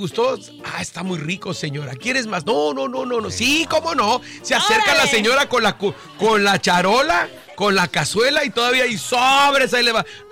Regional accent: Mexico; las cosillas que hacemos los mexicanos.

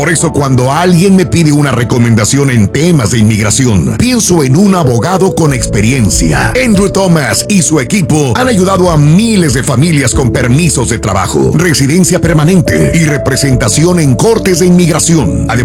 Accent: Mexico; Somos muy buenos en taekwondo y también en karate, en artes marciales, los mexicanos.

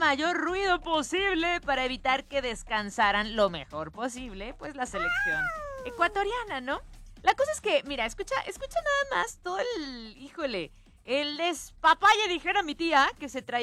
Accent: Mexico

